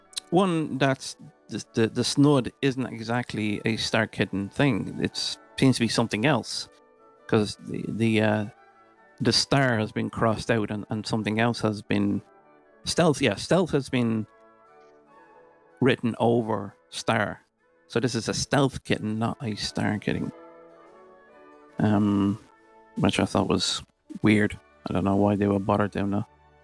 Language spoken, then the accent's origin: English; Ireland; I'm Irish.